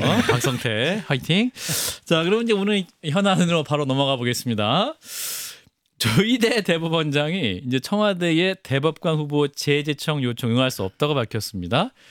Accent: Daegu, South Korea; 고향은 대구예요.

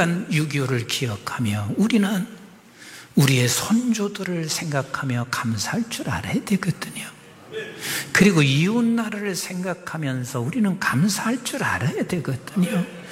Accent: South Korea; also born or lived in United Kingdom; 그래서 한국에서 왔다고.

